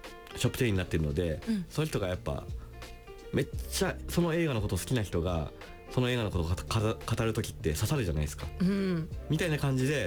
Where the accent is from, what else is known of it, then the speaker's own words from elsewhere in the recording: Ishikawa, Japan; 石川県出身なんですけど、それで服を好きになって金沢まで服を見に行くようになって